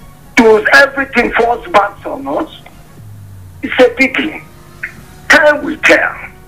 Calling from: Nigeria; I'm calling you from Angorogo.

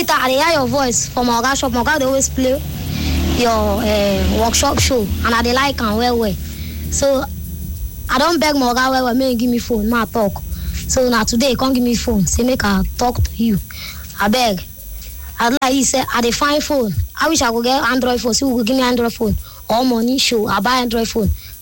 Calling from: Ishodu, Imo, Nigeria; I'm calling from Ishodu, Emowa.

